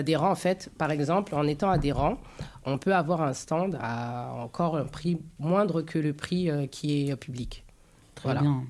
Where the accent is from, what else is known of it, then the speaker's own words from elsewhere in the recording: Paris, Île-de-France, France; moi, je suis une Parisienne et dans le 18e.